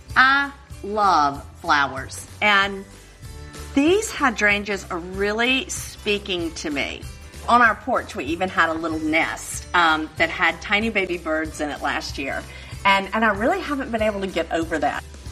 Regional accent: Oxford, Mississippi, United States; invited to join … for an outdoor brunch in my hometown, Oxford, Mississippi.

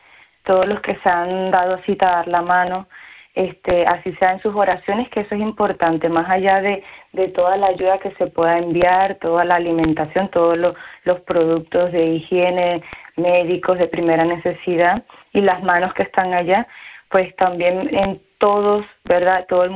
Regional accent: Venezuela; moved away as an adult; now in Puerto Rico; agradecidos como venezolanos

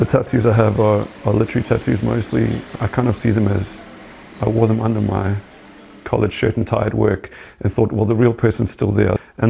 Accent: South Africa; And we are uniquely South African in very different

